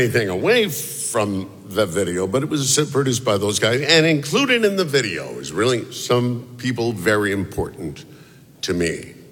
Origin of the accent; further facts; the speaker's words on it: San Diego, California, United States; In 1970, Charlie was program director of Boss Radio 136 KGB in my hometown, San Diego.